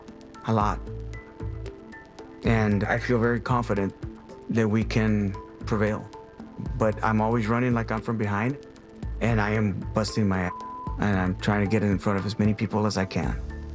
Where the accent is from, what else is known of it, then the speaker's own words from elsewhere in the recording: Texas, United States; When I go other places and I go up north and I tell people I'm from the Rio Grande Valley, where's that?